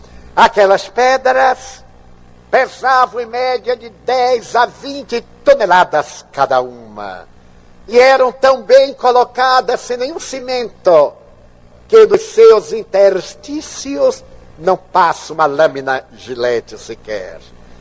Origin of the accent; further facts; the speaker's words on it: Bahia, Brazil; nós, baianos